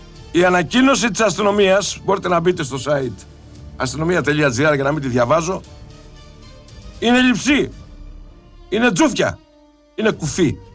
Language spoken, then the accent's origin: Greek; Greece; Ντρέπομαι που είμαι Έλληνας τηλεθεατής